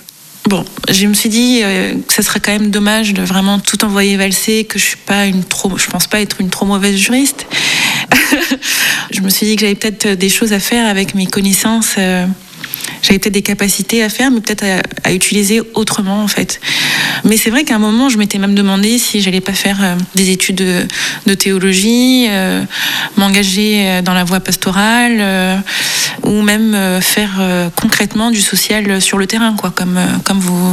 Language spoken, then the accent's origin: French; Réunion; parce que j'ai grandi à La Réunion, parce qu'il y a un contexte esclavagiste auquel moi je suis sensible